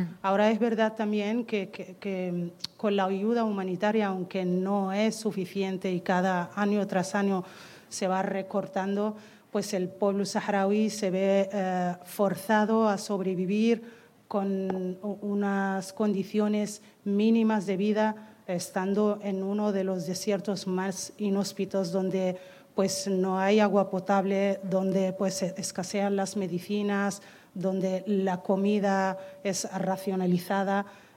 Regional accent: Tindouf Province, Algeria; now in Spain; Entonces yo crecí en ese ambiente y para mí, dentro de lo que es vivir en un campo de refugiados, esa parte de mi infancia pues me trae felicidad y me trae buenos recuerdos.

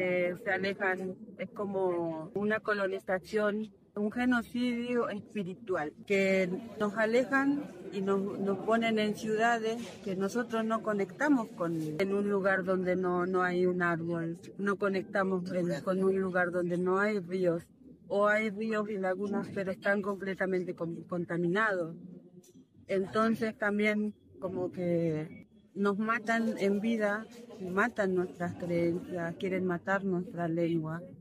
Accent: Rosario, Santa Fe, Argentina; vengo de Rosario, soy de la comunidad Kom.

